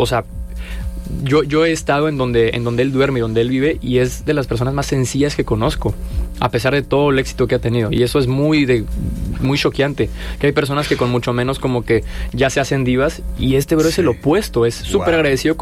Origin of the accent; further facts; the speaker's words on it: Monterrey, Nuevo León, Mexico; mucha gente piensa que somos de Ciudad de México, pero yo nací aquí y he vivido toda mi vida aquí. O sea, yo soy full regio de toda la vida.